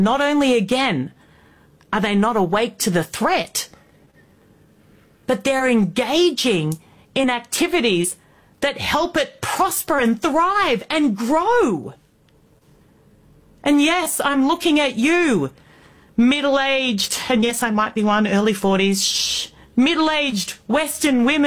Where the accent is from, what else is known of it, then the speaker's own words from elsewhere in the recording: Indonesia; also born or lived in Australia; I grew up in Indonesia, the world's largest Muslim nation. I speak the language.